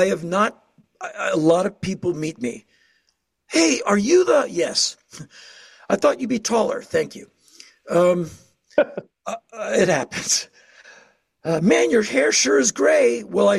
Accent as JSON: {"language": "English", "town": "Washington", "region": "District of Columbia", "country": "United States", "tie": "born there", "also_born_or_lived": "Los Angeles", "moved": "as an adult", "lives_now": "Nashville, United States", "said": "I come from Washington, D.C., bordered by Maryland, Virginia."}